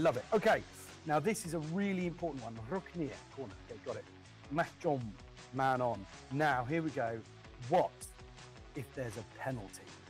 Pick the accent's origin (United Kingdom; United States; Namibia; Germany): United Kingdom